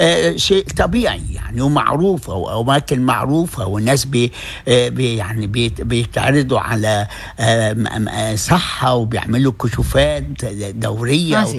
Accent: Egypt; now in Australia; عندنا في مصر

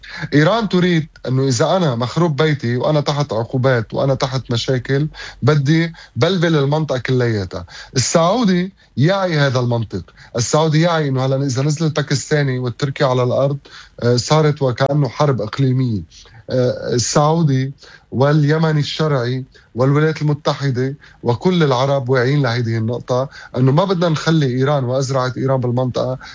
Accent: Lebanon; نحن كلبنانيين

